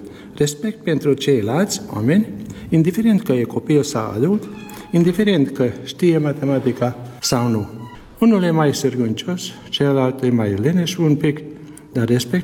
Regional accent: Pusztaottlaka, Békés, Hungary; Anii copilăriei am petrecut la Otla Capustă, e un sat mic, mai de mult cu mulți locuitori români. Acum nu prea sunt români în sat. Acolo am umblat la școala generală din 1958 până la 1966. Am locuit la Sălaș

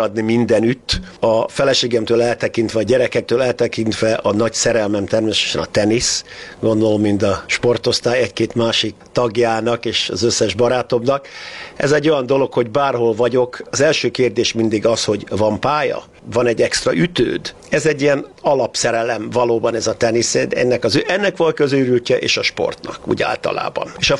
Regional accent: Hungary; moved away as an adult; now in United Kingdom; magának akcentusa van, hova valós, és mondom, hogy hungry.

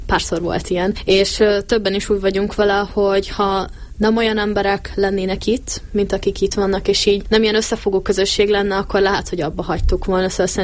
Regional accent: Érd, Pest, Hungary; Én elég kiskorom óta Érden lakom, és egyébként nagyon közel a pályához

